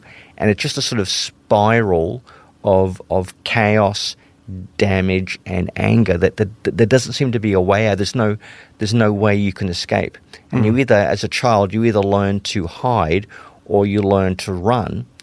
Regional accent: Brisbane, Queensland, Australia; also born or lived in West Germany; it was a sort of, you know, working class suburban family in Brisbane in the late 70s, 1980s.

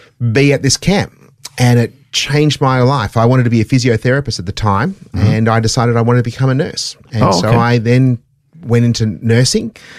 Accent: England, United Kingdom; born there; I was born in England.

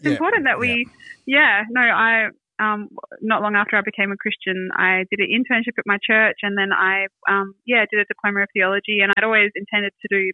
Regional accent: Carnarvon, Western Australia, Australia; born there; now in Geraldton, Australia; Oh, it's where I live now. It's not where I was born. I was born in Carnarvon, actually.

